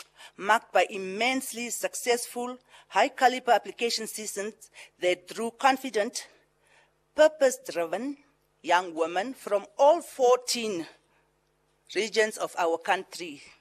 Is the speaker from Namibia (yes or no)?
yes; Omaheke, Namibia; also born or lived in Oshinene; we are going to my region. We are going to Maheke region, because I was born in Oshinene and grew up in Omongwa.